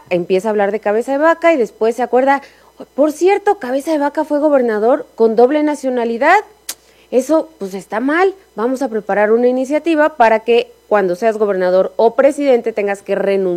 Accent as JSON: {"language": "Spanish", "country": "Mexico", "tie": "born there", "said": "Yo nací en México, yo tengo nacionalidad mexicana por nacimiento y mi papá es salvadoreño, entonces tengo la nacionalidad salvadoreña también"}